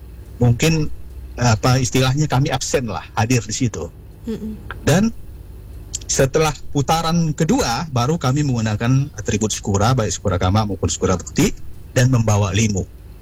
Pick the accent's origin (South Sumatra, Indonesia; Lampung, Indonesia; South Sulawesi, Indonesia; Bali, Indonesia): Lampung, Indonesia; Canggu